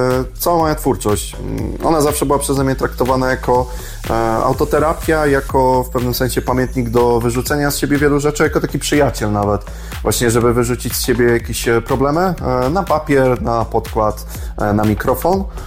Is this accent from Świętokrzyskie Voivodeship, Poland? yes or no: no; Kruszwica, Kuyavian-Pomeranian Voivodeship, Poland; born or raised there